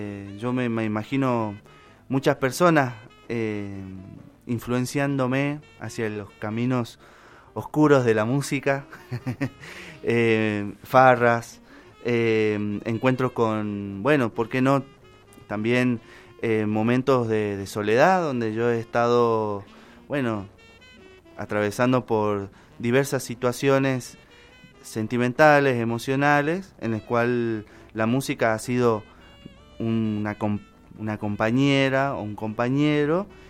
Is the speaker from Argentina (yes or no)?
yes; Tucumán, Argentina; moved away as an adult; soy tucumano también